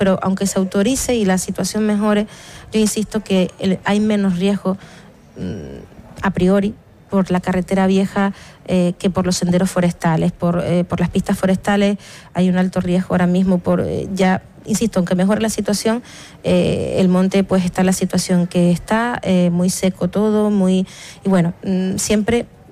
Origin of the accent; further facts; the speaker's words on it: Canary Islands, Spain; ya va a nivel también cultural y de identidad como canarios, y eso es algo que siempre reivindicamos, y es lo que quisimos hacer cuando salimos de la isla de Tenerife al resto de las islas